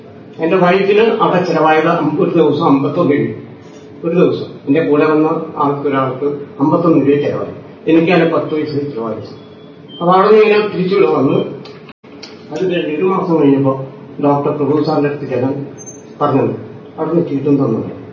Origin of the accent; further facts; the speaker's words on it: Kerala, India; ഞാൻ പാലാരൂർ സ്വദേശിയാണ്.